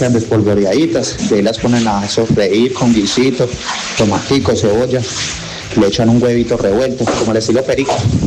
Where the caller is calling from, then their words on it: Valle del Cauca, Colombia; yo acá en el valle